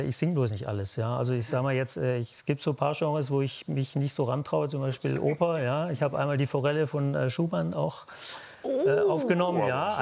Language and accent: German; Baden-Württemberg, Germany; Nee, da bin ich Schwabe.